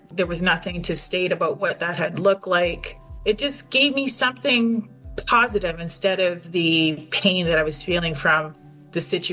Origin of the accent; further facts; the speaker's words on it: Spences Bridge, British Columbia, Canada; moved away as an adult; now in Vancouver, Canada; I'm Intlkatan from Spence's Bridge, and I'm also Shuswap, my mother's side. I was raised in Spence's Bridge. I've been living in Vancouver since 2021, since the fires and the floods, and I'm hoping to go home soon.